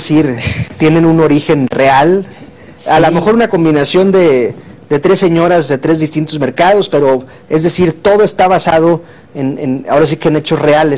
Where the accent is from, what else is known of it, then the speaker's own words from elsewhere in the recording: Mexico; pues conocemos los mercados porque somos mexicanos, algún día fuimos, quizás ahora, quizás de chicos